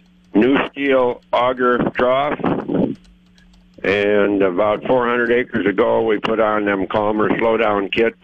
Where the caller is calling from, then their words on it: Kenneth, Minnesota, United States; from Kenneth.